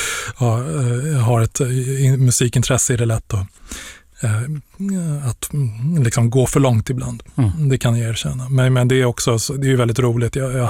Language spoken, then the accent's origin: Swedish; Stockholm, Stockholm County, Sweden; born or raised there